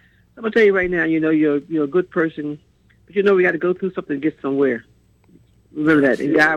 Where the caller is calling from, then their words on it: Milford, Delaware, United States; I'm calling from Milford, Delaware, 50 miles from Rehoboth.